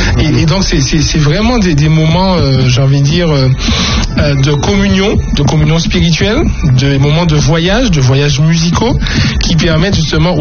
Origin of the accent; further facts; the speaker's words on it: Martinique; also born or lived in French Guiana; ce ne sont pas les petites pluies que nous avons ici chez nous en Martinique